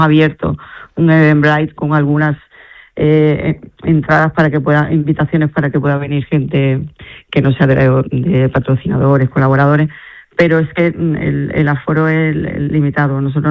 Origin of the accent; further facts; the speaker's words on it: Conil de la Frontera, Andalusia, Spain; Isabel Sánchez y yo somos de Conil.